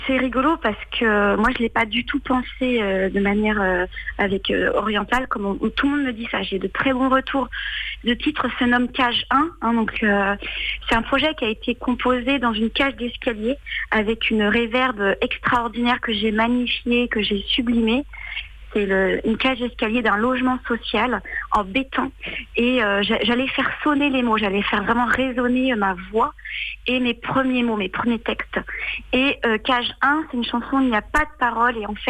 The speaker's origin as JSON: {"language": "French", "town": "Challans", "region": "Pays de la Loire", "country": "France", "said": "parce que je suis vendéenne, je suis de Chaland"}